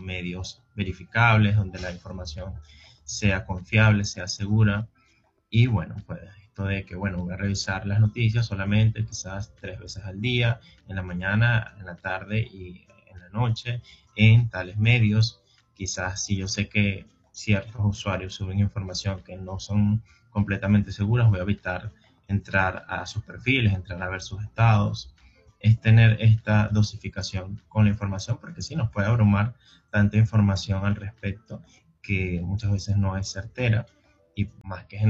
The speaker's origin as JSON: {"language": "Spanish", "country": "Venezuela", "said": "Creo que es lo que nos caracteriza al pueblo venezolano, ser resilientes."}